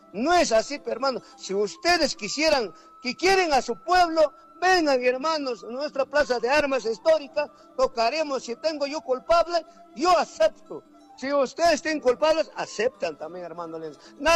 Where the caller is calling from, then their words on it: Mara district, Cotabambas province, Apurímac, Peru; mi pueblo, distrito de Mara, en la provincia de Cotabambas